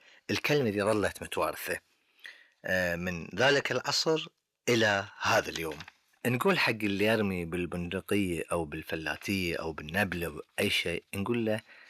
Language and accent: Arabic; Bahrain; عندنا في البحرين